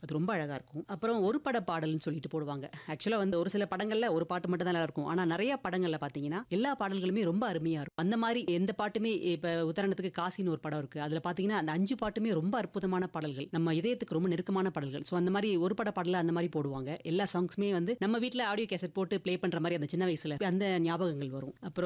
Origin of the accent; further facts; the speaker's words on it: Chennai, Tamil Nadu, India; நான் வந்து பிறந்து வளர்ந்ததெல்லாம் சென்னையில்.